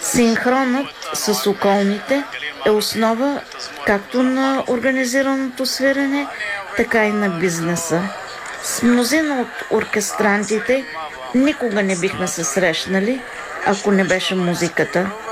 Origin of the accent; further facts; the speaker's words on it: Hungary; Bulgarian is a second language; now in Israel; от Унгария съм и съм докторантка по медицина.